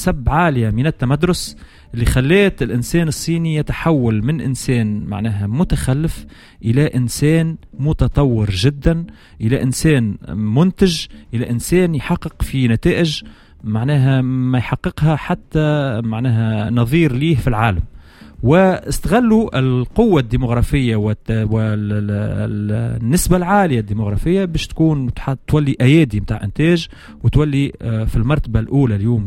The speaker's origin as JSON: {"language": "Arabic", "country": "Tunisia"}